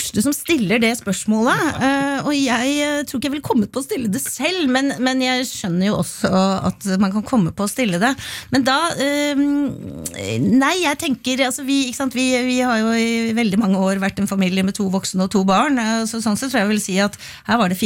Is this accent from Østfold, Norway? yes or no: no; Oslo, Norway; jeg vokste opp I Oslo, men liksom utenfor sentrum.